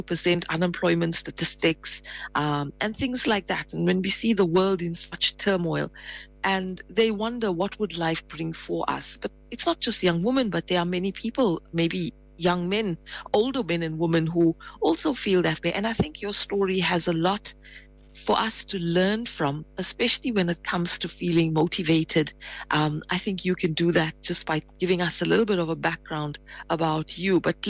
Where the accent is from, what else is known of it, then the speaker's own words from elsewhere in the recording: Pietermaritzburg, KwaZulu-Natal, South Africa; That's my hometown as well.